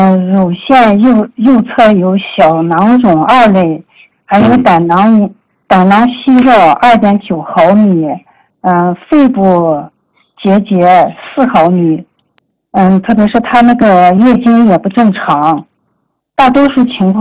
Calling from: Ili, Xinjiang, China; 我是来自新疆伊犁的一名老学员。

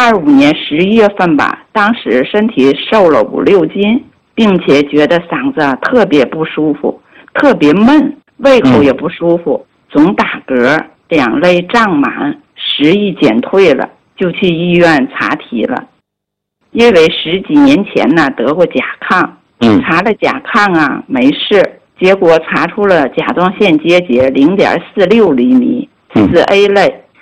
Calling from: Tianjin, China; 我是来自天津市西青区，

